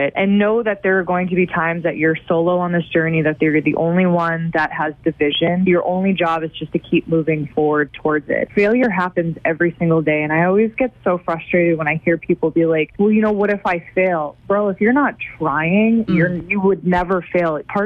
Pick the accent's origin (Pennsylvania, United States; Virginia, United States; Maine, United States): Maine, United States; I grew up in Oxford Hills, Maine.